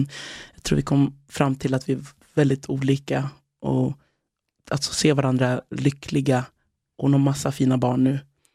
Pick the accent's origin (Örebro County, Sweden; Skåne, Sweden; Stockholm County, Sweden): Örebro County, Sweden; Nora; also born or lived in Västerås; det var i Nora utanför Örebro. Det var där jag växte upp som längst då, i Sverige. De åren och de åren i Västerås där jag bodde också.